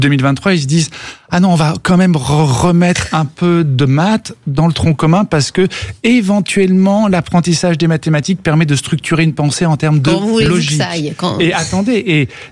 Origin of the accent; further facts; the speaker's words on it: France; chez nous, en France